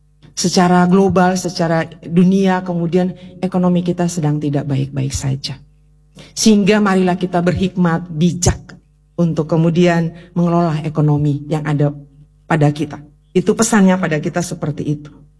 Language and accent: Indonesian; Singaraja, Bali, Indonesia; kami orang Singaraja gak belanja pakai dolar. Kami orang Singaraja gak main saham gitu loh.